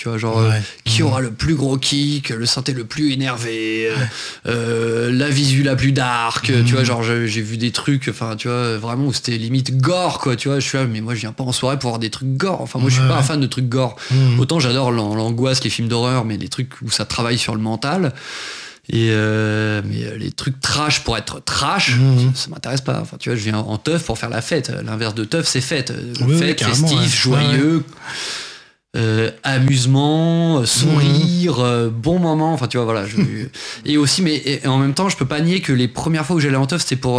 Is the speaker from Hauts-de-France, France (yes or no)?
yes; Hauts-de-France, France; now in Paris, France; moi je viens de l'Oise à la base, je suis Picard.